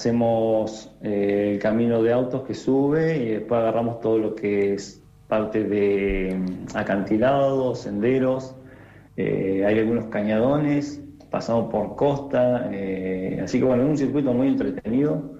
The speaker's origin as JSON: {"language": "Spanish", "town": "Rawson", "region": "Chubut", "country": "Argentina", "tie": "born or raised there", "said": "Yo soy de Rawson, toda la vida viví acá en Rawson"}